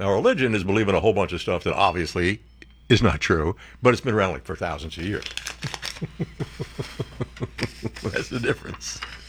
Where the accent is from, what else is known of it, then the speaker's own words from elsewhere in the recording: New Jersey, United States; Well, I'm from New Jersey.